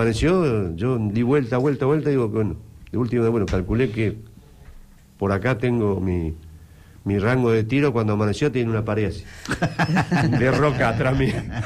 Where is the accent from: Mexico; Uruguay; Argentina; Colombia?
Argentina; somos los argentinos